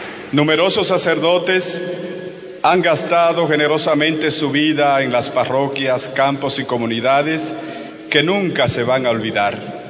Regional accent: San Francisco de Macorís, Duarte, Dominican Republic; born there; also born or lived in Barahona; now in La Vega, Dominican Republic; a todos los que han venido desde Barahona, de donde vengo, y de San Francisco de Macorís, donde nací y di los primeros pasos en la fe.

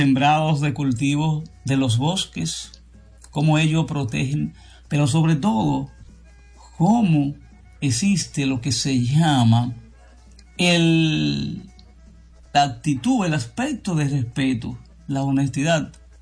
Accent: Dominican Republic

